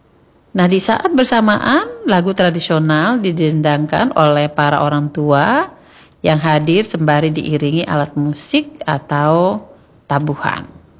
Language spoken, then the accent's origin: Indonesian; Bali, Indonesia; Sama dengan kita, kalau kita orang Bali Hindu